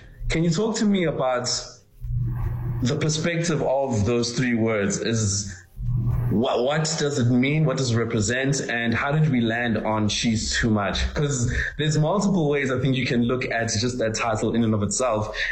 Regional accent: Durban, KwaZulu-Natal, South Africa; now in Johannesburg, South Africa; because I'm also from Durban. I live in Joburg, but Durban is where I'm from.

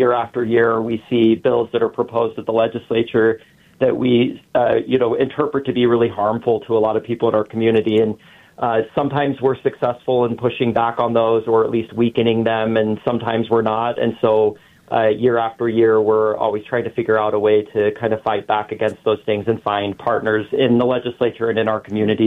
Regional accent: Utah, United States; I grew up, I was born in 1984, and so I grew up in the 90s as a little closeted gay boy in Utah

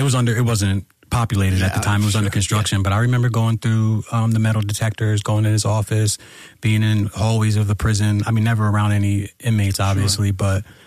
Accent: East Norriton, Pennsylvania, United States; we grew up in suburbia, we grew up in East Norton, Pennsylvania. Yeah. So that was, the outskirts of Norristown.

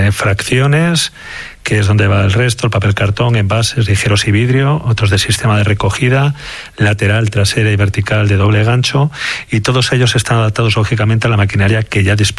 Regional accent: León, Castile and León, Spain; Lo que sí deseo como alcalde, como leonés y como aficionado es que se haga un buen proyecto desde el principio

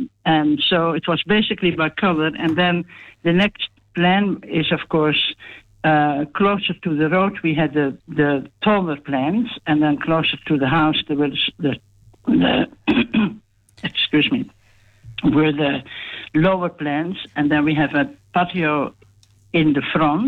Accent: Netherlands; now in Australia; we came here in the 1980s, and I came from Holland. I must say I was rather blown away by the Australian natives.

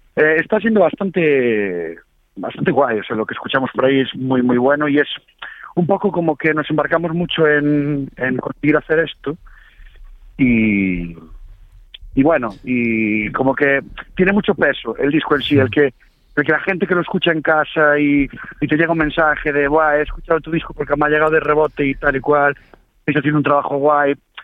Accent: Ourense, Galicia, Spain; now in Santiago de Compostela, Spain

